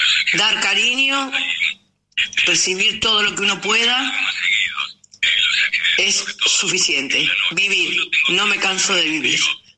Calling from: San Antonio de Padua, Buenos Aires Province, Argentina; de San Antonio de Padua. No sé desde qué edad, tengo 64.

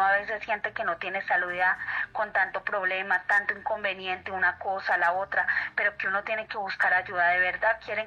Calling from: Bogotá, Colombia; yo los llamo por acá del barrio 20 de julio.

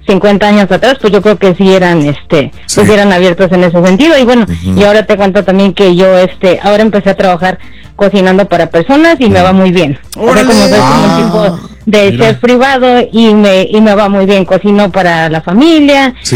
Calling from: Mexico City, Mexico; Yo de la Ciudad de México.

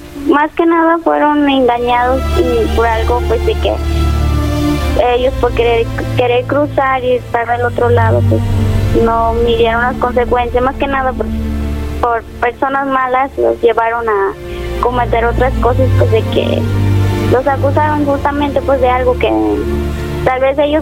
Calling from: Chiapas, Mexico; Soy del estado de Chiapas.

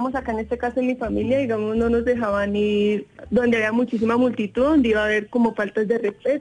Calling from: Tunja, Boyacá, Colombia; de Tunja.

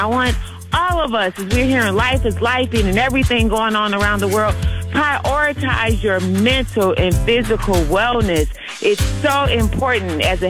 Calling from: Illinois, United States; And I'm calling from Illinois.

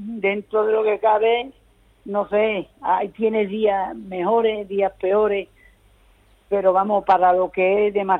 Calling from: Medina Sidonia, Andalusia, Spain; Nosotros somos de Medina Sidonia.

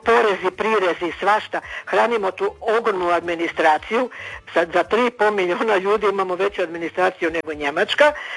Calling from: Croatia

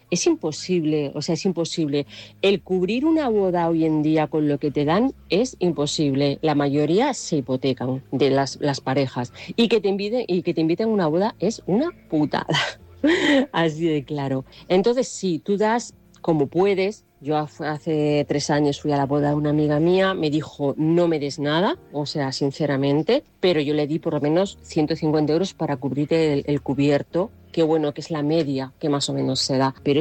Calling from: Toledo, Castilla-La Mancha, Spain; de Toledo.

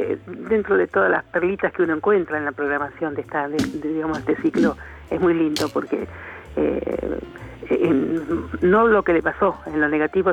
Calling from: Chascomús, Buenos Aires Province, Argentina; de Chascomús.

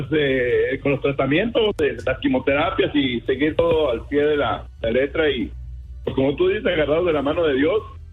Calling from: Springville, Utah, United States; Estamos en Utah, para que no se confunda la gente. Traigo el área de California. Utah, Springville, Utah.

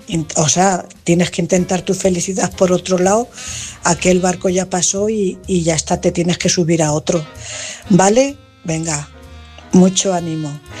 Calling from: Cuenca, Castilla-La Mancha, Spain; Buenas noches … corresponsal de Cuenca.

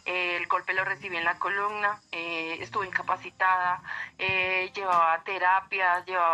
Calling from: Sogamoso, Boyacá, Colombia; lo llamo desde Sogamoso, Boyacá

